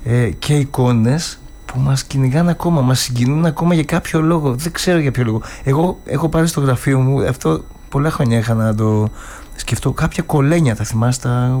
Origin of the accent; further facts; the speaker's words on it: Amygdalia, Central Greece, Greece; Αμυγδαλιά Φωκίδος.